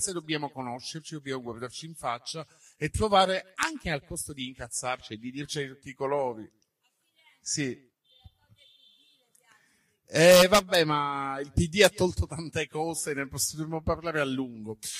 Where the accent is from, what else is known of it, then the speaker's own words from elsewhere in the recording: Sicily, Italy; da siciliano lo rivendico con orgoglio